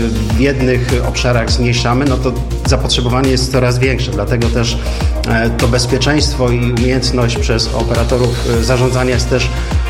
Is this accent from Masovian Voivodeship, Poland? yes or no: no; Greater Poland Voivodeship, Poland; Decyzja jako Wielkopolanin, oczywiście kibicuję tutaj Kalinowi